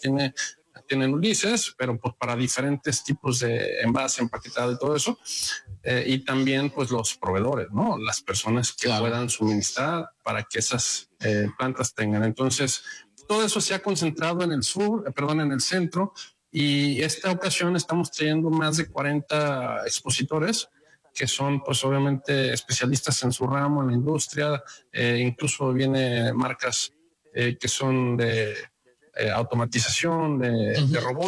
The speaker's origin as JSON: {"language": "Spanish", "country": "Mexico"}